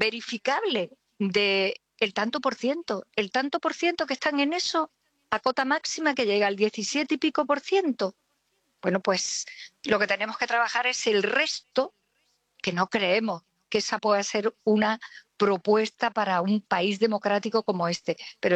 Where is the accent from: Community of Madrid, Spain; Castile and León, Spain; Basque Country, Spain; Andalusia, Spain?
Andalusia, Spain; yo soy andaluza y naturalmente estamos en el día de después